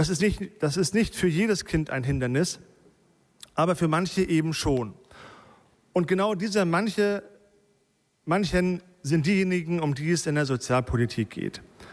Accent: Kunzhorde, Germany; Ich bin in Kunzhorde aufgewachsen, dem Dorf nebenan. Als ich aufs Gymnasium kam, musste ich jeden Morgen in die Innenstadt fahren.

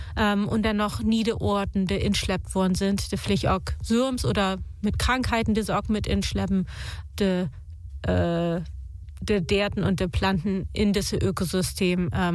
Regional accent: Northern Germany, Germany; Das sieht man bei uns in Norddeutschland natürlich nicht so extrem.

